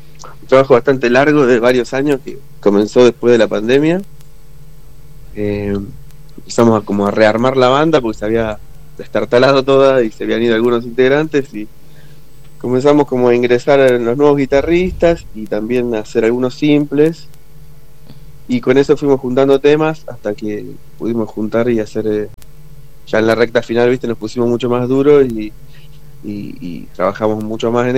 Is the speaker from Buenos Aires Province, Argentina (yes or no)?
yes; Junín, Buenos Aires Province, Argentina; now in La Plata, Argentina; Éramos chicos de barrio que nos mudamos a una gran ciudad como La Plata, pero yo, por ejemplo, soy de Junín, del interior del país, de la provincia, y además de un barrio, ¿viste? Y de ahí salté a La Plata